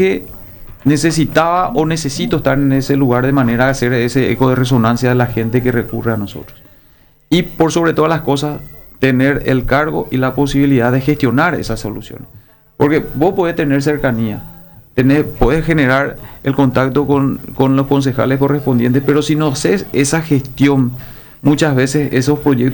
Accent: Asunción, Paraguay; yo soy asunceno, pero me vivo, nací, crecí y estoy hasta hoy en Ceballos Juez.

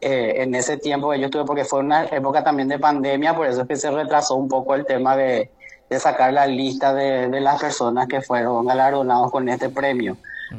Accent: Paraguay; quedé yo como el único paraguayo

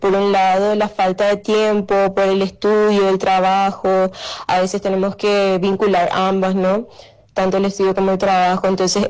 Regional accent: Paraguay; lo que yo veo como joven paraguaya

